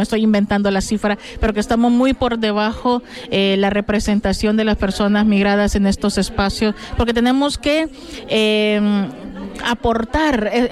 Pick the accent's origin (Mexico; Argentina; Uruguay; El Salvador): El Salvador; now in Spain; si soy española o no, o que por ser salvadoreña